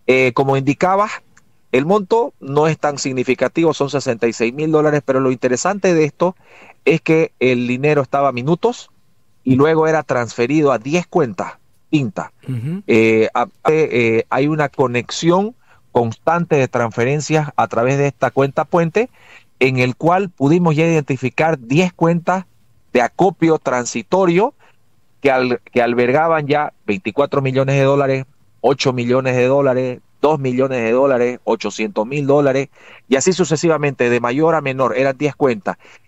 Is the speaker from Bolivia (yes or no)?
yes; Bolivia; en mi país, en la ciudad de La Paz